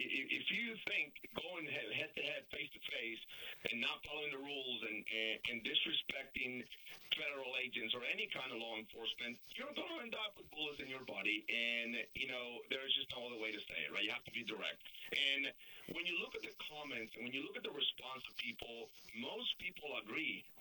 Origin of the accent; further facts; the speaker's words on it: Georgia, United States; I grew up in Georgia, you know, 30 years ago, I was growing up in Georgia, had many encounters with the, you know, different law enforcement that wanted to see whether I was here legally or not.